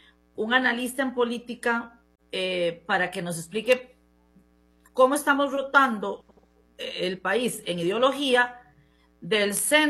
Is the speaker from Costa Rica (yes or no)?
yes; Costa Rica; nosotros, que somos el pueblo de Costa Rica